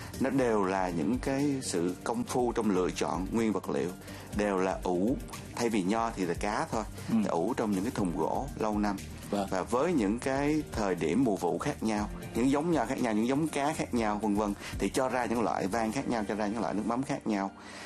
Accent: Phan Thiet, Bình Thuận, Vietnam; moved away as an adult; also born or lived in Australia / Japan / France / United States; tôi thì sinh ra ở Phan Thiết, nhà cũng rất là nhiều đời làm nước mắm.

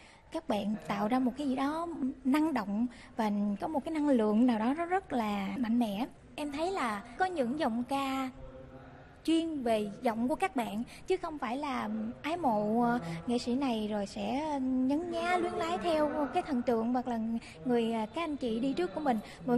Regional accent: Mekong Delta, Vietnam; Em là người miền Tây

